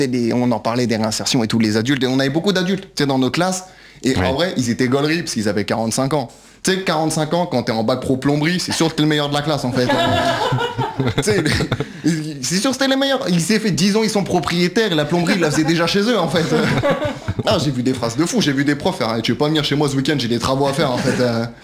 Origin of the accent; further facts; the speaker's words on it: Brittany, France; Non, moi je suis breton, moi, à la base.